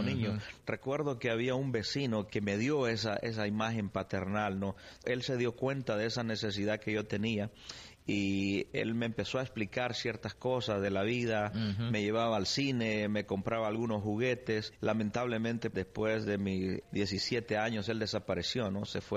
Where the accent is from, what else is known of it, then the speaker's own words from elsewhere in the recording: San Pedro Sula, Cortés, Honduras; born there; Esa fue mi niñez. Nací en San Pedro Sula, Honduras.